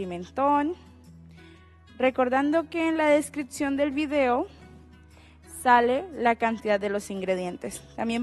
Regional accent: Colombia; soy colombiana

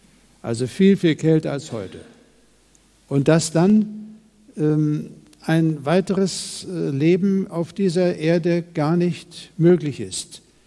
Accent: Neidenstein, Baden-Württemberg, Germany; Ich komme aus Neidenstein. Das ist ein kleiner Ort in der Nähe von Heidelberg

